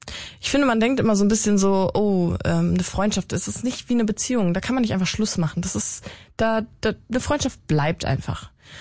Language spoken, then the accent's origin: German; North Rhine-Westphalia, Germany; Ich komme aus NRW